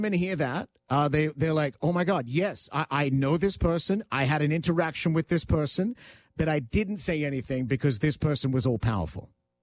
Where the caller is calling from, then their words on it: Georgina, Ontario, Canada; I'm from Georgina, Ontario.